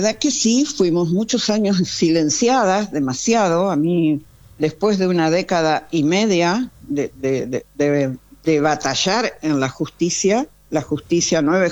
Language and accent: Spanish; Gualeguaychú, Entre Ríos, Argentina; also born or lived in Santa Fe; Yo nací en Gualeguaychú, uh-huh, cerca de Gualeguaychú, sí, sí, en una estación de trenes que hoy es Ciudad Carbó. Y me crié en Gualeguaychú